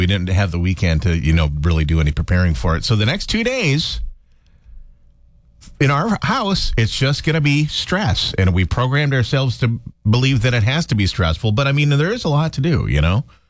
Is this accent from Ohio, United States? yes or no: no; Michigan, United States; moved away; Michigan to see my family and friends there, my hometown.